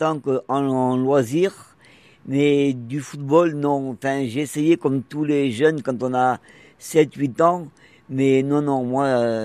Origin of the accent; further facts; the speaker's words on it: Bordeaux, Nouvelle-Aquitaine, France; now in Montpellier, France; Alors moi, je vais avoir 52 ans. Je suis originaire de Bordeaux